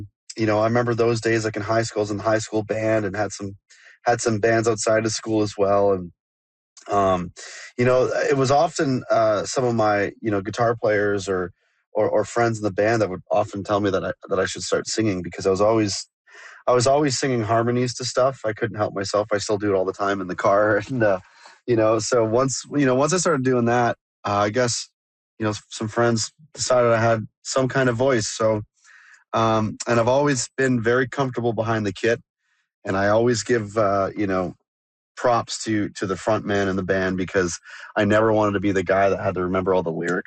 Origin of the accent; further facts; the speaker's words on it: North Bay, Ontario, Canada; growing up in North Bay was a huge military city. So I was around a lot of aviation, a lot of music, and a lot of hockey.